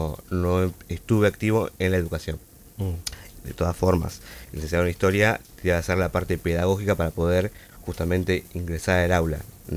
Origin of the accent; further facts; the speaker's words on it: Pinamar, Buenos Aires Province, Argentina; moved away as an adult; nacido y criado en Pinamar.